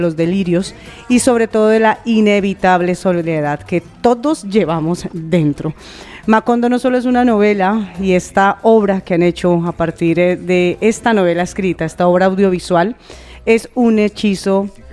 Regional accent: Colombia; sobre todo como latinoamericanos, como colombianos

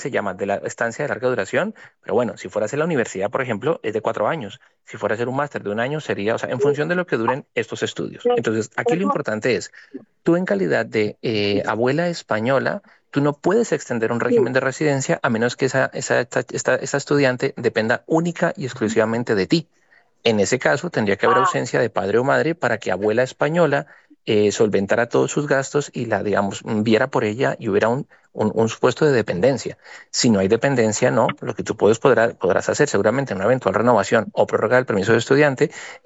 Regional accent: Colombia; now in Spain; entiendo que eres de origen colombiano como muchos de nosotros y nosotras, nosotros no somos españoles de origen

